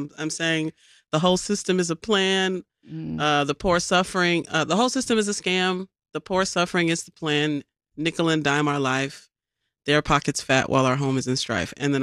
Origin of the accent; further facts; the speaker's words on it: Chicago, Illinois, United States; growing up in Chicago, people don't really understand how much this city is built of immigrants and of people of different cultures. And on one hand, in my experience, it's been super segregated being Black in Chicago.